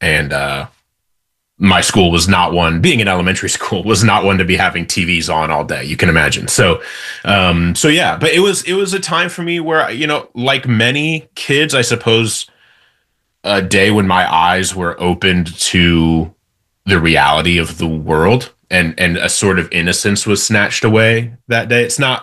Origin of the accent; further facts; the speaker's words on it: Indiana, United States; I was living in Indiana. I grew up in Indiana.